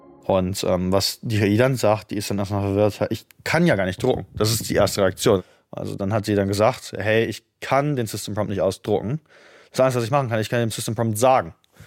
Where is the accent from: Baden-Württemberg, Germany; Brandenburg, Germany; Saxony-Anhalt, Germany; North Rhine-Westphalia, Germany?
North Rhine-Westphalia, Germany; Essen; moved away as an adult; also born or lived in Munich; now in Silicon Valley, United States; ich bin ursprünglich aus Deutschland, aus Essen in Nordrhein-Westfalen und habe dann zuerst in München studiert.